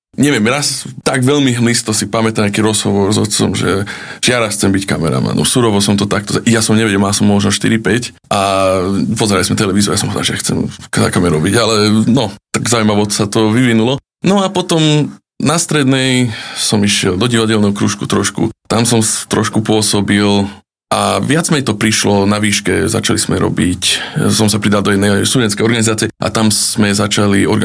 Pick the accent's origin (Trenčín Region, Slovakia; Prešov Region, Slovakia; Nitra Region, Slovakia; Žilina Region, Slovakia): Nitra Region, Slovakia; Komárno; pochádzam z Komárna. Tam aj žijem teraz, tam som aj vyrastal, tam som sa aj narodil, i keď sme trošku behali s rodičmi hore dole po svete, ale ako pochádzam z také zaujímavé kombinácie, mamina je Slovenka, otec je z Maďarska